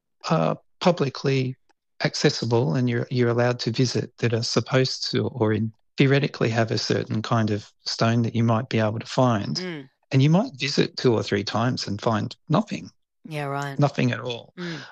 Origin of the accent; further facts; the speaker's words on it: Australia; I feel like it's just something more personal about it for me, being an Australian myself